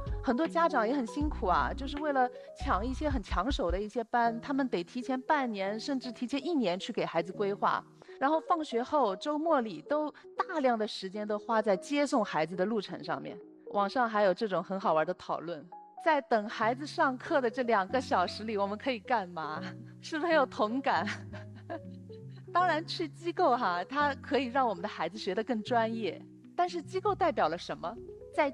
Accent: Shanghai, China; 我是上海80年代在弄堂里长大的小孩，

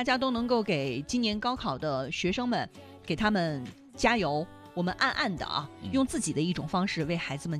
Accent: Hunan, China; 咱们湖南人的运动福利来了啊！

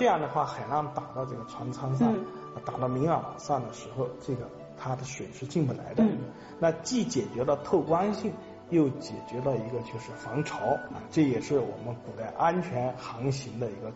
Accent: China

